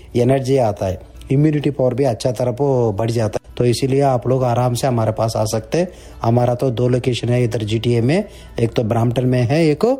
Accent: South India, India; also born or lived in Kerala; now in Canada; मैं south India से हूँ।

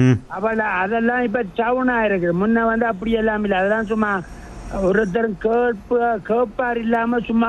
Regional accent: Vavuniya, Northern Province, Sri Lanka; moved away as an adult; நான் வந்து அங்க பிறந்து வளர்ந்து தெரிஞ்ச ஆள். அதுல வந்து இப்ப நான் 87 ஆண்டு இங்க வந்து

